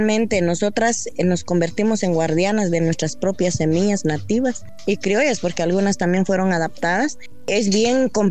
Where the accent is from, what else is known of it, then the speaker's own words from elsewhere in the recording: Kaqchikel Maya area, Guatemala; soy Maya Cachiquel.